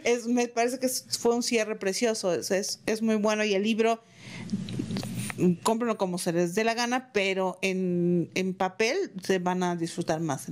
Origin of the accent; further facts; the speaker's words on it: Mexico; Yo soy mexicana, vivo aquí, entonces mis monstruos, pues me salieron mexicanos.